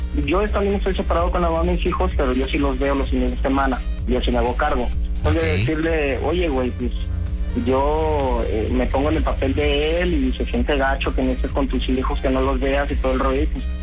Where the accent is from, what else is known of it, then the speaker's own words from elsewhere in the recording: Acapulco, Guerrero, Mexico; Así es, nacido y crecido aquí en Acapulco.